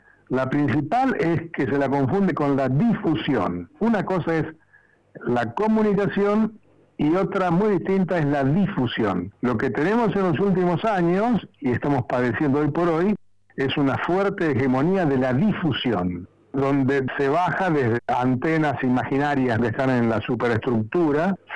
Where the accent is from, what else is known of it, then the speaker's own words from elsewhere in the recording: Tres Lomas, Buenos Aires Province, Argentina; now in Buenos Aires, Argentina; Yo soy de un pueblo muy chiquito, se llama Tres Lomas, está en el sudoeste de la provincia de Buenos Aires.